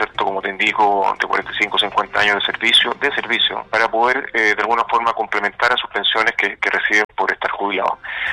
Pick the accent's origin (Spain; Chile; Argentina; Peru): Chile; Rancagua, O'Higgins; vengo de la región de O'Higgins, del puerto de Rancagua